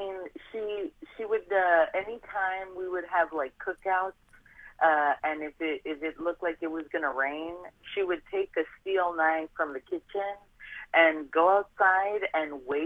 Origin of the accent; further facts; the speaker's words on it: Laredo, Texas, United States; there's a lot of stories about me growing up in Laredo, Texas, border town kid.